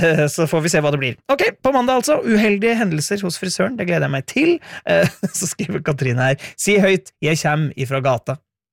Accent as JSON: {"language": "Norwegian", "region": "Innlandet", "country": "Norway", "said": "for jeg kommer egentlig fra Hedmarken, men har aldri snakket hedmarksdialekt sånn..."}